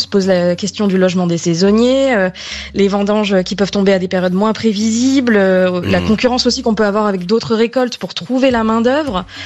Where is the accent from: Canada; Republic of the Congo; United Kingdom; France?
France; Bordeaux, Nouvelle-Aquitaine; Bordeaux aussi, qui est ma région d'origine.